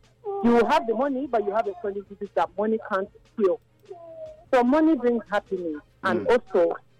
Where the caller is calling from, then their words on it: Benin City, Edo, Nigeria; I'm calling from Benin City.